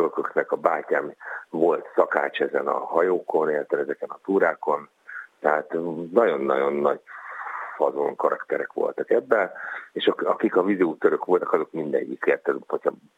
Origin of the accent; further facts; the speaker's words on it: Dunavarsány, Pest, Hungary; born there; Figyeljetek, én Dunavarsányban születtem, és ott is volt egy vízútörő raj